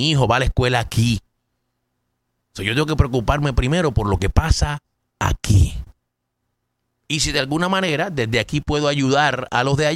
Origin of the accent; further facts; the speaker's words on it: Puerto Rico; moved away; Porque yo no vivo en Puerto Rico, yo vivo aquí. Me da pena con lo que está pasando en mi isla de Puerto Rico.